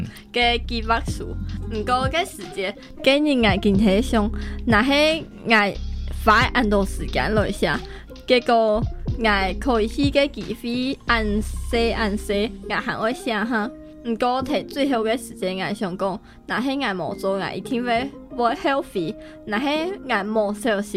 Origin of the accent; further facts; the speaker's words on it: Pingtung County, Taiwan; 我是对屏东慢慢来的客家人